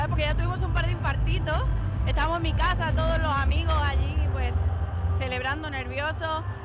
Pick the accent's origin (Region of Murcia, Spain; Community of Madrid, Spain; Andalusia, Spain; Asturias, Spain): Andalusia, Spain; Huétor-Tájar; Yo era muy pequeña, estaba en Huetortájar, que es mi pueblo, que les mando a todos un beso enorme.